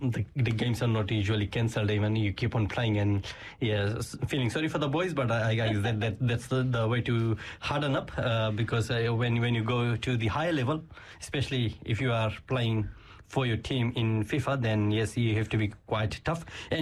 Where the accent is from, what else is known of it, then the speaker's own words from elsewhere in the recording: Fiji; now in New Zealand; like we are from Fiji, and when we came over here, and then we realized actually soccer is a winter sport